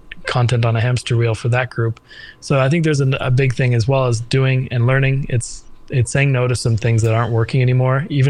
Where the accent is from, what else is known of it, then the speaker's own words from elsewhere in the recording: Canada; I'm Canadian